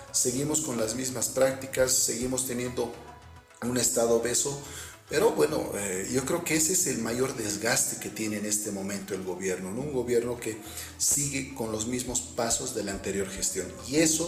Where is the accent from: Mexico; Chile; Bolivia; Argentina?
Bolivia